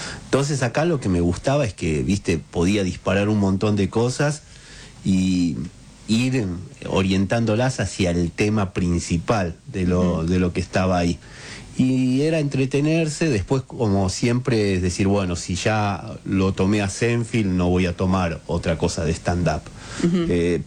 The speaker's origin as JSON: {"language": "Spanish", "region": "Buenos Aires", "country": "Argentina", "said": "Nosotros también ser del oeste"}